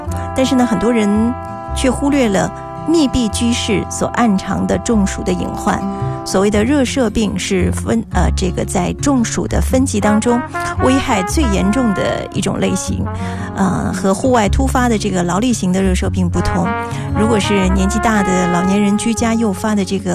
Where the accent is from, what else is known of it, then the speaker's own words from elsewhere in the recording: Jiangnan, China; 怎么着都让我们江南人觉得怦然心动